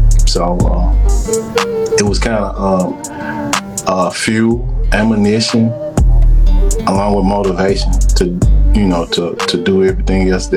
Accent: Memphis, Tennessee, United States; North. So, nah, I'm from Memphis.

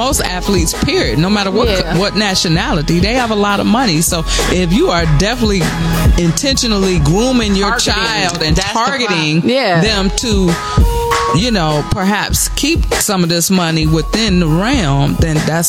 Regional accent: Cleveland, Ohio, United States; I'm from Cleveland, born and raised.

